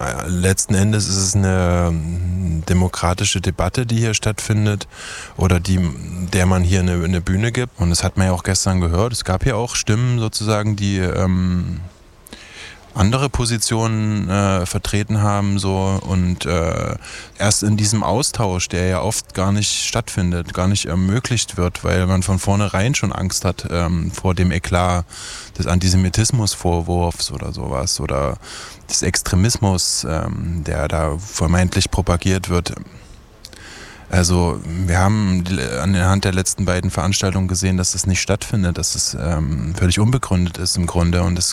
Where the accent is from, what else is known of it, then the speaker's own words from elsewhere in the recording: Chemnitz, Saxony, Germany; denn dazu zu sagen habe als Chemnitzer und so weiter.